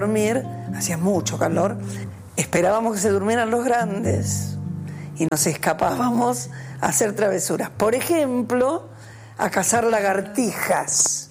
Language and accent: Spanish; Buenos Aires, Argentina; born there; also born or lived in Santiago del Estero; En Buenos Aires. Nos criamos en Santiago, prácticamente, porque yo siempre cuento que cuando todos mis amigos se iban a veranear a la costa o a Córdoba, nosotros íbamos a Santiago del Estero